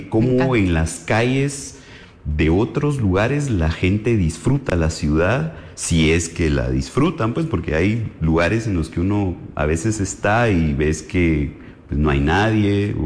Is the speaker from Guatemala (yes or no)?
yes; Guatemala; considero que en Guatemala somos los que mejor construimos.